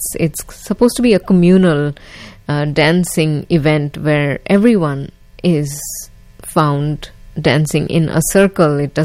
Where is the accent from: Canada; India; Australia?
India; Mumbai, Maharashtra; first language Gujarati; English is a second language; Speaking of Gujarati, that is my mother tongue, and that is the state in India, Gujarat, where my family is from. And I grew up attending these Garba performances in Mumbai